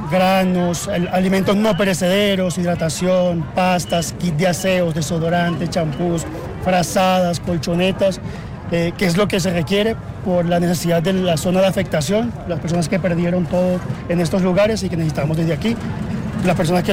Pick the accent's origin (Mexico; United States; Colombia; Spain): Colombia; pues eso muestra el gran corazón que tenemos como colombianos y cómo mueve la solidaridad.